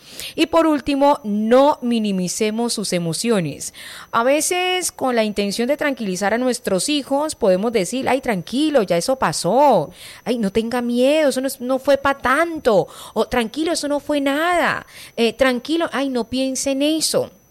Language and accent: Spanish; Colombia